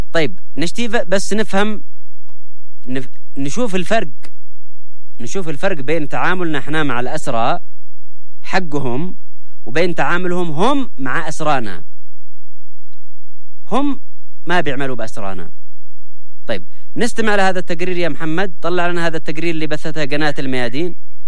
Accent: Yemen; احنا كيمنيين نتآخى نتسامح نتصالح،

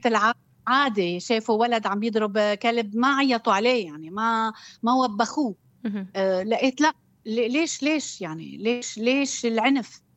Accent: Lebanon; طبعا أنا من لبنان، ونحن بلبنان كما ما بتعرفوا يعني أنه عنا كتير شلترات

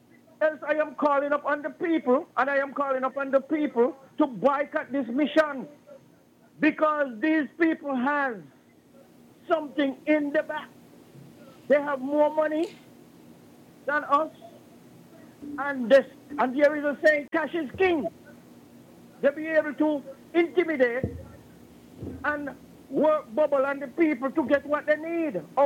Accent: Gingerland, Nevis, St. Kitts & Nevis; now in United States; And I grew up in Nevis. I'm a Gingerlander. I finished school in Gingerland, Nevis.

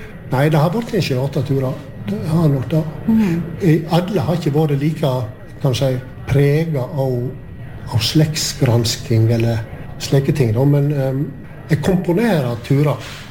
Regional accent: Gaupne, Vestland, Norway; Swedish is a second language; så sa jag att jag kommer ju ifrån Gaupne.

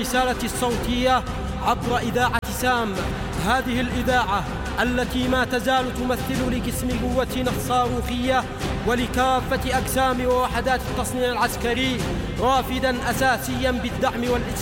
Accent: Yemen; بلادنا اليمن

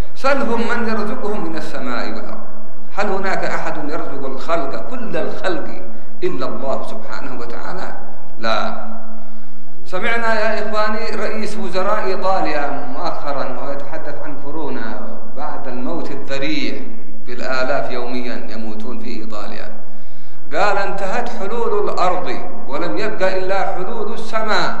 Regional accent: Yemen; ما أدري عندنا في اليمن فقط أم في العالم بأسره

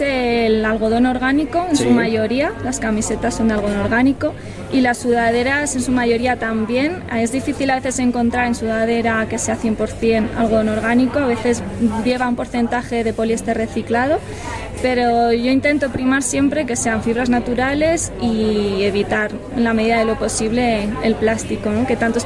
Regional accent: Molina de Aragón, Castilla-La Mancha, Spain; now in Collado Mediano, Spain; yo soy de Molina de Aragón, un pueblo de Guadalajara, pero ahora vivo aquí en la Sierra de Madrid

